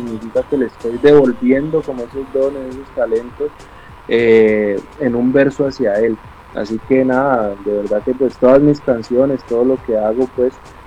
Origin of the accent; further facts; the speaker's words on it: Cali, Valle del Cauca, Colombia; yo soy de Cali